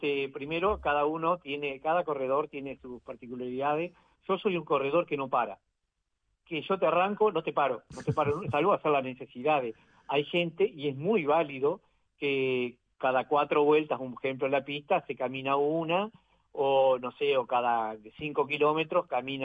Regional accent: Uruguay; te vamos a dar una camiseta que diga que sos uruguayo

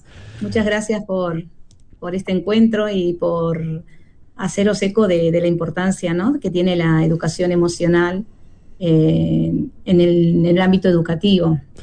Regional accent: Montevideo, Uruguay; moved away as an adult; now in Spain; la escuela 178 del barrio Borro, que fue un lugar donde yo nací.

